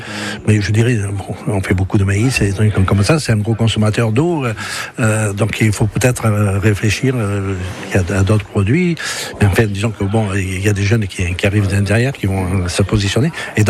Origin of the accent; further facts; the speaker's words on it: Marsanne, Auvergne-Rhône-Alpes, France; Je suis né à Marsanne, donc mes parents avaient une petite ferme.